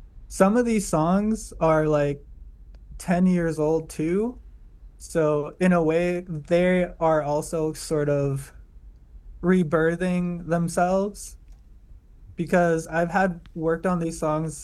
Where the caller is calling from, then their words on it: Quebec, Canada; Miss Tisney, Quebec.